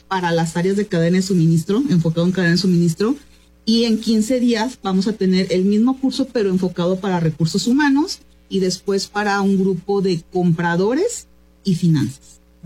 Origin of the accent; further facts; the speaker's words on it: Coahuila, Mexico; Yo empecé a trabajar en Nuevo León y luego ya aquí en Coahuila. Soy coahuilense.